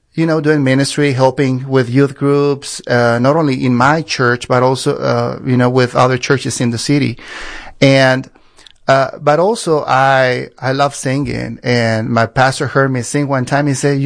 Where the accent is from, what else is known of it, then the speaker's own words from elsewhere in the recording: Reynosa, Tamaulipas, Mexico; I grew up in Mexico in the border town of Reynosa. And so there back then, I'm talking 90s, early 90s, mid 90s.